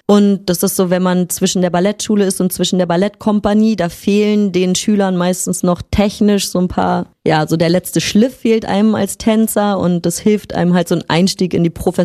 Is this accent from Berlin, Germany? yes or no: yes; Berlin, Germany; moved away; also born or lived in Riga / Cannes; Okay, also ich komme aus Berlin.